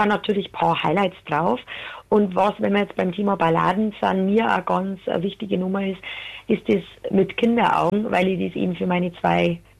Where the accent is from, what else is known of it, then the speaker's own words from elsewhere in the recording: Bavaria, Germany; Ich stehe ja auch auf so feste bayerische Wendungen, auch gerne in meinen Songs. Und bei uns in Bayern gibt es ja ein paar so Anmachsprüche